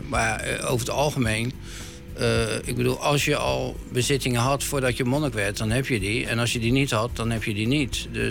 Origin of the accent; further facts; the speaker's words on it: Rotterdam, South Holland, Netherlands; moved away as an adult; Ik was een gewone Rotterdammer. ik kom uit een slagersfamilie.